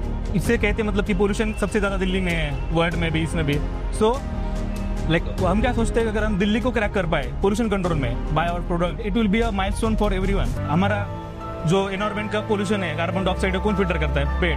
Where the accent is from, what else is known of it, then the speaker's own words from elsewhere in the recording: Beed, Maharashtra, India; I am from basically from Beed Maharashtra